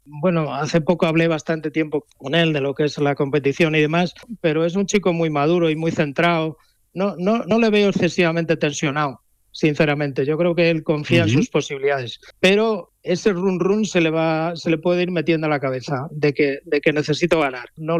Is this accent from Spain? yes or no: yes; Madrid, Community of Madrid, Spain; moved away as an adult; also born or lived in Badajoz, Extremadura; now in Andalusia, Spain; aunque me he criado en Madrid, no puedo olvidarme de Madrid. Madrid ha sido donde conocí a mi mujer, donde hice toda mi carrera deportiva residiendo en Madrid